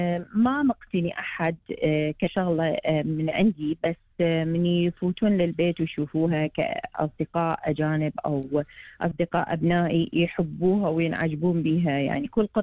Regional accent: Iraq; moved away

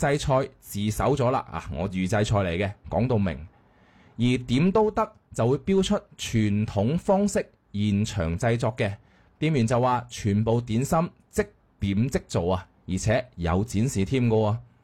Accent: Guangdong, China; 作为老广呢走访了全市13家的茶楼了

